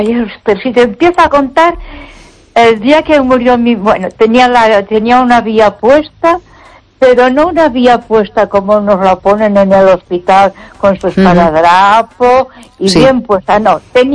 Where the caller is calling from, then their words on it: Castile and León, Spain; yo vivo, claro, yo vivo en León, mi marido también trabajaba aquí en León, entonces teníamos que estar aquí.